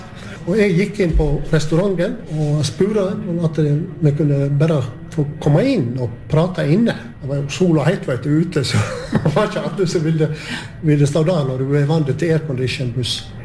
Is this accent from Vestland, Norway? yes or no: yes; Gaupne, Vestland, Norway; jeg kommer jo ifra Gaupne.